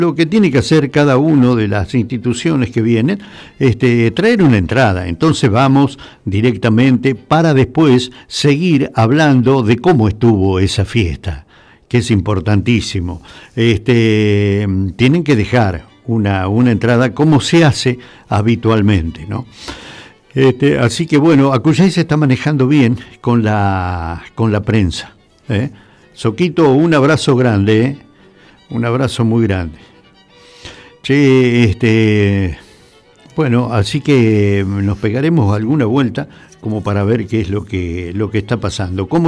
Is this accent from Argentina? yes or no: yes; Argentina